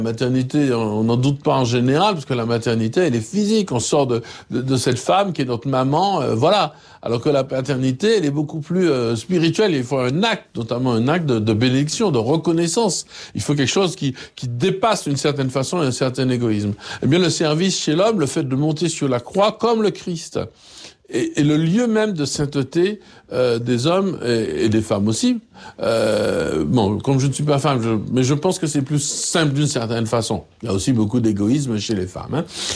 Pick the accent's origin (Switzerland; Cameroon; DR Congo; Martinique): Martinique; Ce que je dis là, c'est pas en tant que Martiniquais seulement.